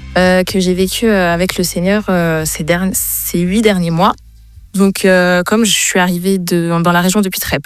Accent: Île-de-France, France; Je viens de la région parisienne.

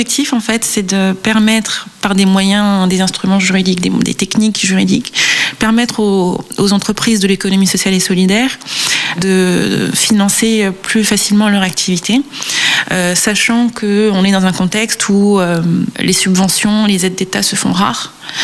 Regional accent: Réunion; j'ai grandi à La Réunion

